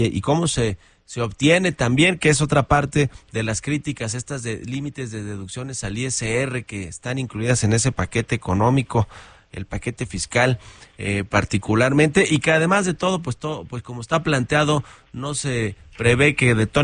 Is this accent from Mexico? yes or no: yes; Mexico; lo que sí somos es que somos muy mexicanos los mexicanos